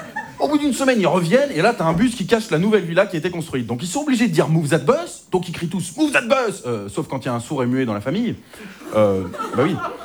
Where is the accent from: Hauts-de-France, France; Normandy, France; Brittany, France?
Hauts-de-France, France; moi je suis du Nord-Pas-de-Calais, on fait pas ça chez vous, je ne sais pas.